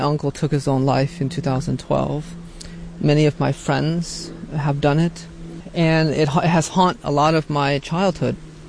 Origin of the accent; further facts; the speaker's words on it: Hartford, Connecticut, United States; when I was a little boy growing up in Hartford, on Sundays we would go to the Baptist church.